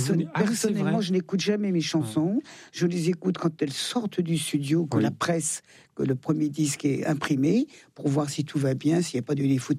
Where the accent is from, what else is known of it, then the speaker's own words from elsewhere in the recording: Auvergne-Rhône-Alpes, France; Je suis plus savoyarde que française, d'ailleurs. D'ailleurs, les Savoyards, on est français depuis 150 ans.